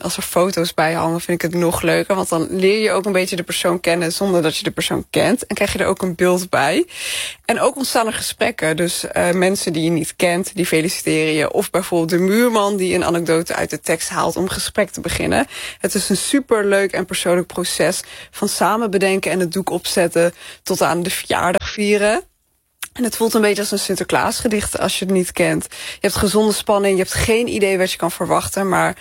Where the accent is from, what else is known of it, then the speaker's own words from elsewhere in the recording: Gelderland, Netherlands; moved away as an adult; Nou, ik kom dus uit Achterhoek en ik studeer in de Randstad.